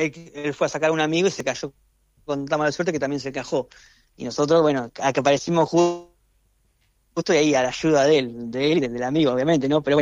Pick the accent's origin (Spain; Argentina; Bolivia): Argentina; Mar del Plata, Buenos Aires Province; De Mar del Plata.